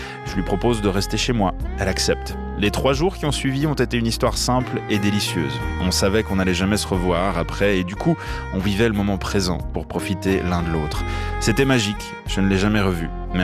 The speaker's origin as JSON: {"language": "French", "region": "Geneva", "country": "Switzerland", "said": "je prenais le bus depuis la France voisine pour rentrer chez moi à Genève."}